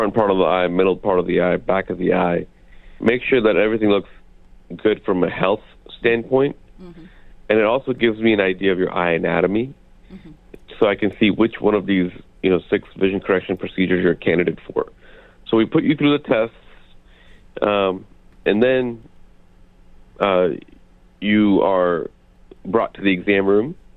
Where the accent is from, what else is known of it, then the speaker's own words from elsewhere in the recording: Tyler, Texas, United States; now in Plano, United States; Plano is kind of a second home. I grew up in Tyler, Texas, but we spent a lot of time coming back to the Frisco Plano area.